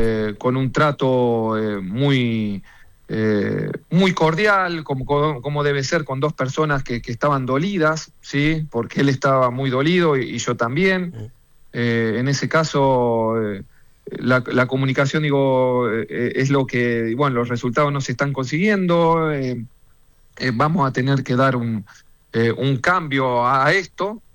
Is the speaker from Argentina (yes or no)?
yes; Argentina; moved away as an adult; also born or lived in Chile / Fortaleza, Brazil; yo soy argentino